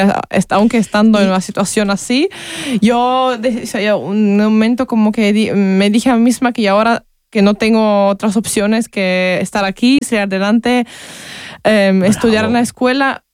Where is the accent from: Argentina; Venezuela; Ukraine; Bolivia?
Ukraine; Spanish is a second language; now in Austria